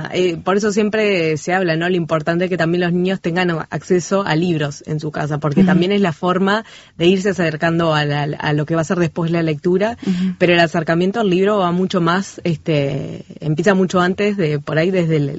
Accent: Montevideo, Uruguay; born there; also born or lived in interior of Uruguay; porque yo nací en Montevideo, pero a los poquitos años viví 3 años en el interior. Cuando tenía 8 años volvemos a vivir en Montevideo, en el barrio que estaba antes

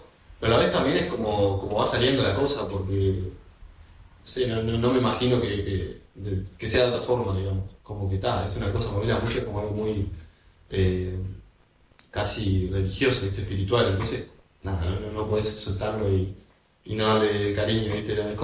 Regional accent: Uruguay; also born or lived in Piriápolis, Uruguay; Yo medio que me crié acá en Palermo, entre Palermo y Piria, porque es un poco, porque toda mi familia es de ahí

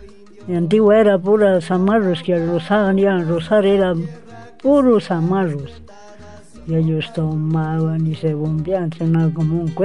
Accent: Tapiche, Loreto, Peru; yo soy de Tapiche.

